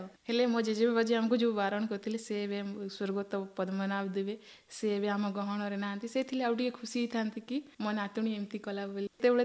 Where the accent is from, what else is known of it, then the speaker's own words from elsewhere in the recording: Odisha, India; 15 ଜଣ ମଧ୍ୟରୁ ମୁଁ ପଶ୍ଚିମ ଓଡ଼ିଶାର ଜଣେ ମାତ୍ର ଝିଅ ସେଇଠି ସିଲେକ୍ସନ୍ ହେଇକି ଯାଇଥିଲି।